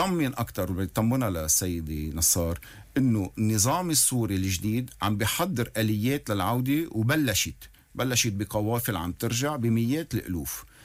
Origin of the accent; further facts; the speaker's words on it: Lebanon; نحنا كلبنانيين عنا إشياء نحنا نعملها بالداخل